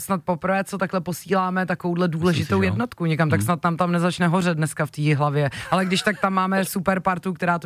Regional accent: South Bohemian Region, Czechia; já jsem holka z Jižních Čech

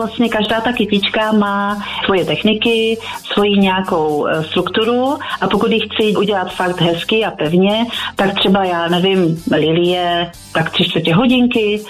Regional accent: Jeseník, Olomouc Region, Czechia; now in Prague, Czechia; Já jsem z Prahy, teda původem jsem z Moravy, v Jeseníku, ale teď bydlím už dlouho v Praze, v Košířích.

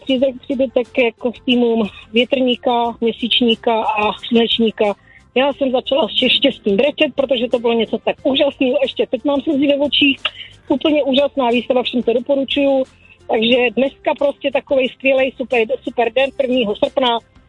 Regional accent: Moravská Třebová, Pardubice Region, Czechia; když jsme jí řekli, že jsme praskyle z Moravský Třebový, tak povídá, no tak pojďte

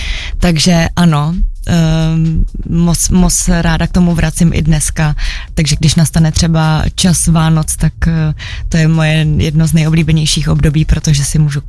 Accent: Kopřivnice, Moravian-Silesian Region, Czechia; moved away; u nás v Kopřivnice, já pocházím z Kopřivnice.

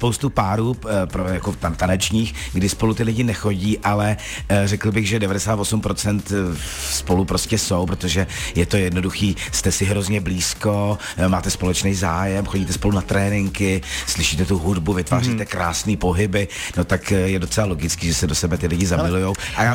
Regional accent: Loket, Karlovy Vary Region, Czechia; moved away as an adult; also born or lived in Ostrava / Ústí nad Labem; já jsem z Lokte nad Ohří, to je u Karlových Varů

